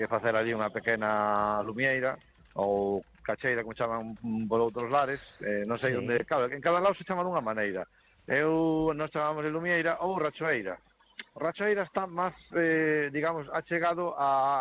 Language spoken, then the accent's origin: Galician; Galicia, Spain; Esto era un clásico que, bueno, polo menos aquí na miña aldea fixemos cando éramos rapaces moitos anos, se fixo sí.